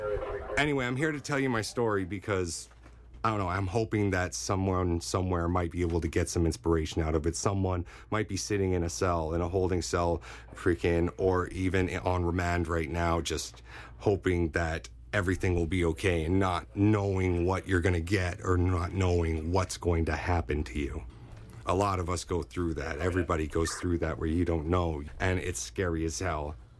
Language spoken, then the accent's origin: English; Vancouver, British Columbia, Canada; I'm from the Cayucachec Lhasset tribe in Vancouver, British Columbia.